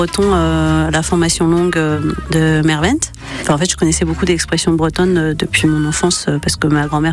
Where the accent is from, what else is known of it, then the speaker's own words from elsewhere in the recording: Seoul, South Korea; now in Quimper, France; Eh ben, j'habite à Quimper, mais je viens de Corée du Sud.